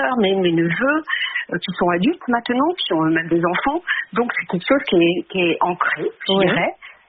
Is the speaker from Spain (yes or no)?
no; Paris, Île-de-France, France; Non, parce que je suis parisienne à la base.